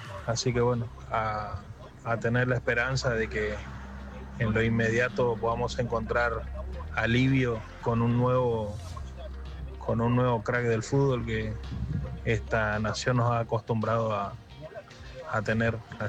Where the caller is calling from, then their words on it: Corrientes, Argentina; les habla … desde Corrientes Capital.